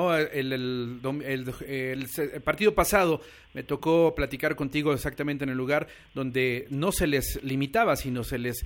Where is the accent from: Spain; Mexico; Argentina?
Mexico; somos mexicanos.